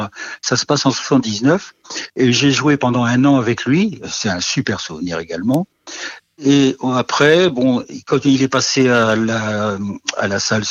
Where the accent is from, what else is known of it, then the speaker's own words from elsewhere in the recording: Nouvelle-Aquitaine, France; Moi je suis plutôt du Poitou-Charentes je suis un petit peu au sud, il n'y a pas encore les palmiers par rapport à chez vous